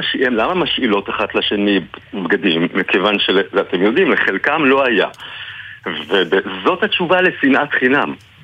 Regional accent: Jerusalem, Jerusalem District, Israel; ואני גדלתי בירושלים

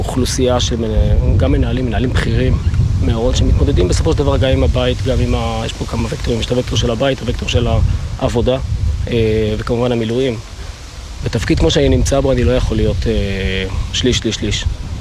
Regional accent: Northern District, Israel; החטיבה כמובן של רמת הגולן, שם גדלנו, שם תמיד היינו

